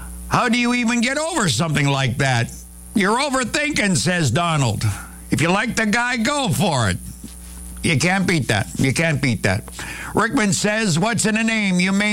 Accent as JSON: {"language": "English", "region": "Saskatchewan", "country": "Canada", "said": "I'm from Saskatchewan. There's no problem with that."}